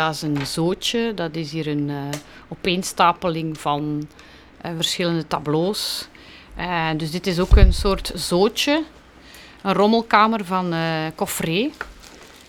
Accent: Moorsele, West Flanders, Belgium; born there; En dan heb ik er nog één in Moorsele. In mijn geboortedorp, 20 juni.

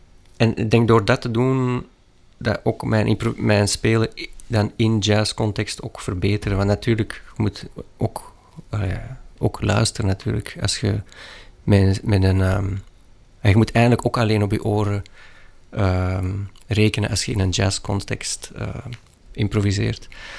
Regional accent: Flanders, Belgium; moved away as an adult; also born or lived in Brooklyn, New York

